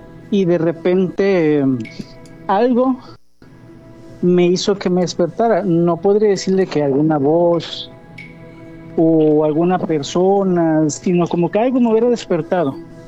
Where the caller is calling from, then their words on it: Coatzacoalcos, Veracruz, Mexico; Desde Coatzacoalcos, Veracruz.